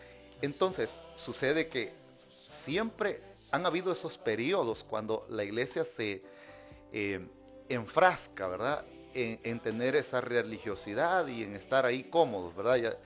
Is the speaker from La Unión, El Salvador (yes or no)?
no; Ciudad Barrios, San Miguel, El Salvador; Bueno, como ya lo mencionaba … yo vengo desde el Cantón Belén de Ciudad Barrios.